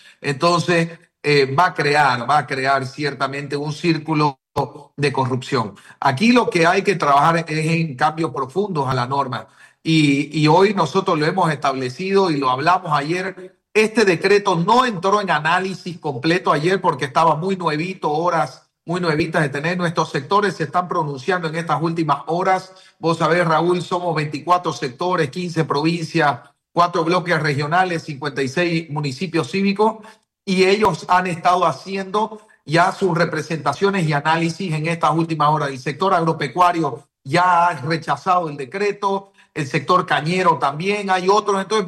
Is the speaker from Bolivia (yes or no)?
yes; Bolivia; nosotros como ciudadanos, como familia boliviana